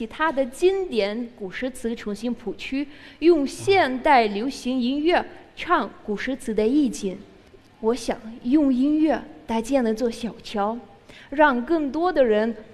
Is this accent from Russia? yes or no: yes; Russia; Chinese is a second language; now in Beijing, China; ，目前在清华大学读国际关系专业。